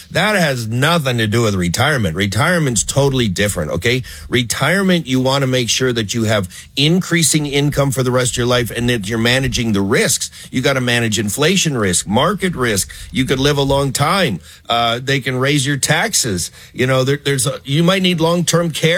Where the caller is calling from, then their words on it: Flagstaff, Arizona, United States; Coach, great to be back with you. I'm calling in from Flagstaff now.